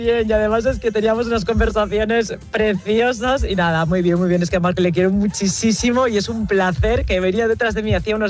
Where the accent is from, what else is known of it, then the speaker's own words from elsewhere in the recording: La Vall d'Uixó, Valencian Community, Spain; que yo soy de Baiduxó, que es un pueblo que está rodeado de montañas y que tiene el mar muy, muy, muy, muy cerquita, Moncófar, Chilches, Burriana, Nules, ¿no?